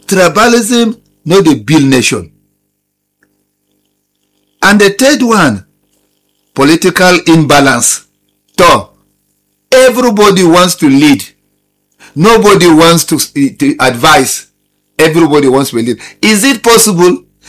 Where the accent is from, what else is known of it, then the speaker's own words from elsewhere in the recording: Nigeria; What are we supposed to do as Nigerian citizens to curtail the menace of all these things? I'll give you a number. Just send your contributions. Tell us what we expect to do as Nigerians. Because Nigeria na our country. We no get another country where we feel go apart from Nigeria.